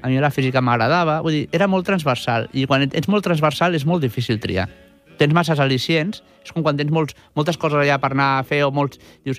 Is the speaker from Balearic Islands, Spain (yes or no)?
no; Barcelona, Catalonia, Spain; I ara jo faig molta més vida al meu barri de les Corts o baixo cap a Sants.